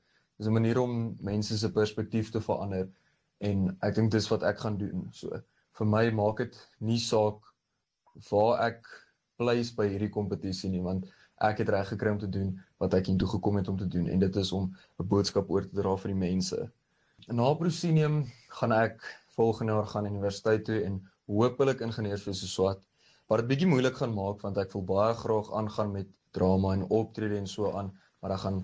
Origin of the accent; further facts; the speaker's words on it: Randfontein, Gauteng, South Africa; Ek's 18 jaar oud en ek's van Randfontein af, dis 'n dorpie baie naby aan Johannesburg.